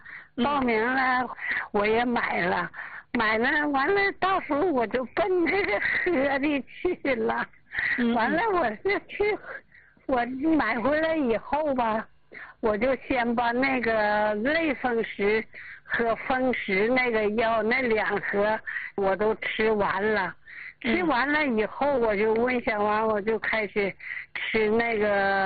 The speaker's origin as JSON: {"language": "Chinese", "region": "Liaoning", "country": "China", "lives_now": "Changchun, China", "said": "我老家是辽宁的。"}